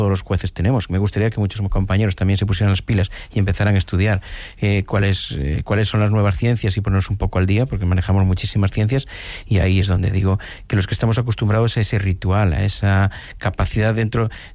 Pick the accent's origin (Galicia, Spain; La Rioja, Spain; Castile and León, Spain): Galicia, Spain; Yo soy gallego, aquí cualquier anciano de mi pueblo te dice enseguida lo que tienes según lo que haces.